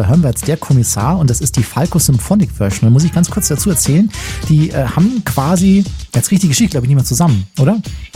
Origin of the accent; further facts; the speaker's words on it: Bavaria, Germany; Wir waren natürlich in meiner Heimat im Chiemgau. Ja, da wurde groß gefeiert auf einem riesengroßen Feld, hat das Festival stattgefunden. Und ich habe mich heimisch gefühlt